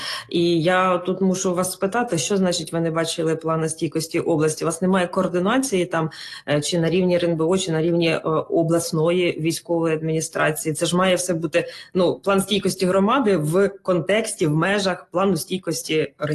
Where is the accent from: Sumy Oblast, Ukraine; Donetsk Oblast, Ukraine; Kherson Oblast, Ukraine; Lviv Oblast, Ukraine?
Sumy Oblast, Ukraine; moved away; в моїй рідній Сумській